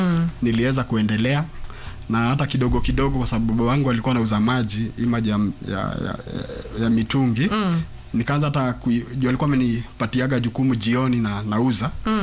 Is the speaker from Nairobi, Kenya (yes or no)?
yes; Nairobi, Kenya; born there; Mwanzo mimi nimezaliwa hapa Nairobi County. Langata ndio constituency. Karen ndio ward.